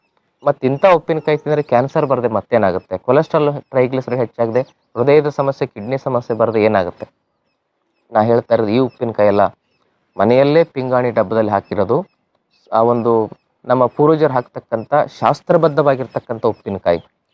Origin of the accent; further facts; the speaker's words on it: Karnataka, India; ನಮ್ಮೂರ ಕಡೆಗೆ, ನಮ್ಮ ಉತ್ತರ ಕರ್ನಾಟಕದಲ್ಲಿ ಗುರೆಳ್ ಚಟ್ನಿ ಅಂತಾರೆ